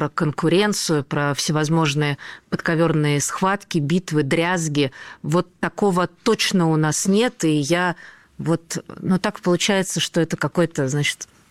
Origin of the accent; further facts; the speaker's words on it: Volzhsky, Volgograd Oblast, Russia; Это мой родной город.